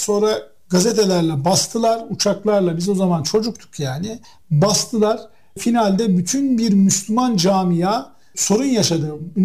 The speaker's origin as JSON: {"language": "Turkish", "region": "Giresun", "country": "Turkey", "said": "Ben Enes'le otururken işte ben Giresunluyum."}